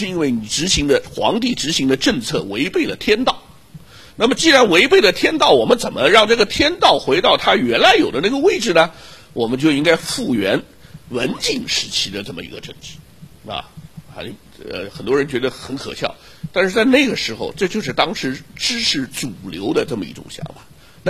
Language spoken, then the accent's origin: Chinese; China; 我们要知道在我们中国人最近吃饱也是最近才40-50年的事情